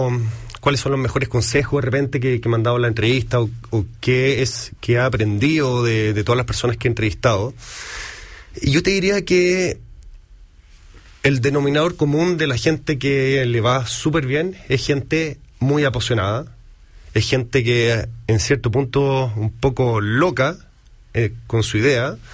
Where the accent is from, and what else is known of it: Chile